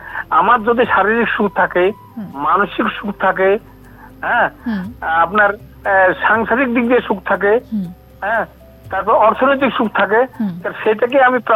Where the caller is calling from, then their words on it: Baharampur, West Bengal, India; আমি পশ্চিমবঙ্গের মুর্শিদাবাদ জেলার বহরমপুর থেকে